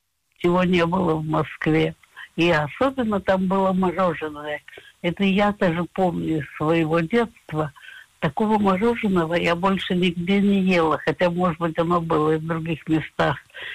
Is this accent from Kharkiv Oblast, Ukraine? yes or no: yes; Kharkiv, Kharkiv Oblast, Ukraine; born or raised there; moved away